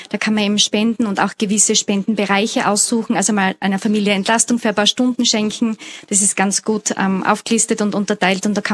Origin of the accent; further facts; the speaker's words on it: St. Margarethen an der Raab, Styria, Austria; weil ich komme aus St. Margarethen an der Rab. Das ist ein kurzer Sprung, sage ich mal, 10 Minuten von da.